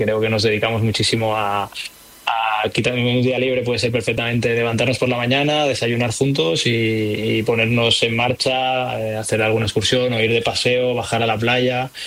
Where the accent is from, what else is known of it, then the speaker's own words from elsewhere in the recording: Catalonia, Spain; además somos los dos catalanes y de cerca además